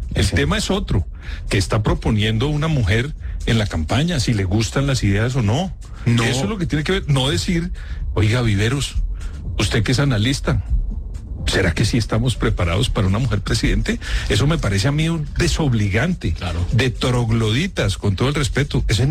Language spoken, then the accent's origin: Spanish; Colombia; Mire, Paniagua, en este país, en mi país, hemos llegado a lo siguiente. Hay muchos hombres en Colombia que me han dicho a mí que si Colombia está preparado para tener una mujer presidente.